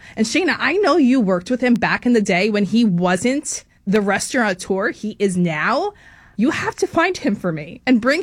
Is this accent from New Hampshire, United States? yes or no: no; New Jersey, United States; because I come from Jersey